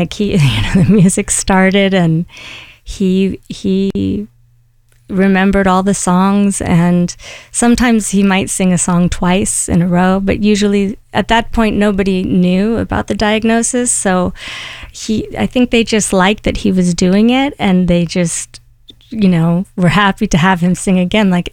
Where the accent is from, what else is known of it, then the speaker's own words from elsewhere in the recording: Beverly Hills, California, United States; I grew up in Beverly Hills